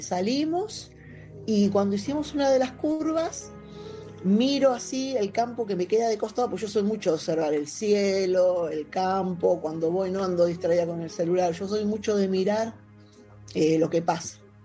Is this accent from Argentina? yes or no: yes; Merlo, Buenos Aires Province, Argentina; Hola, buenas noches. … de Merlo.